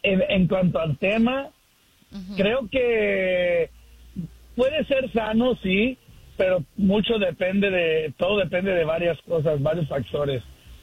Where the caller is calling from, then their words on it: Sacramento, California, United States; aquí de Sacramento … buenos días a todos. Y arriba Michoacán.